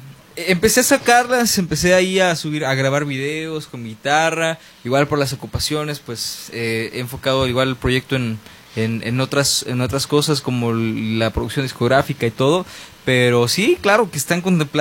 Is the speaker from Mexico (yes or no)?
yes; Tula de Allende, Hidalgo, Mexico; soy orgullosamente hidalguense, orgullosamente tulense y de Santa María y Luca.